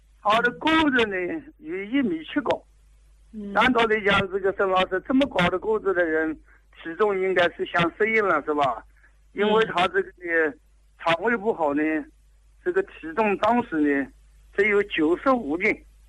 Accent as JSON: {"language": "Chinese", "region": "Jiangsu", "country": "China", "said": "我们江苏这边也有个习惯，早上热一热就吃"}